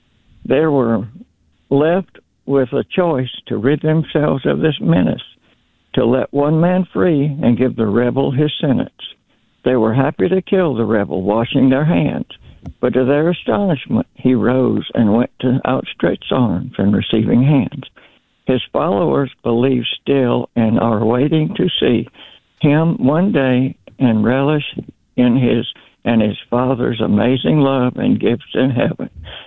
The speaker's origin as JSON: {"language": "English", "town": "New Orleans", "region": "Louisiana", "country": "United States", "tie": "born or raised there", "also_born_or_lived": "Mississippi", "moved": "yes", "said": "I grew up in New Orleans, but then lived in Mississippi for a good while. Anyway, I'm up in Tennessee."}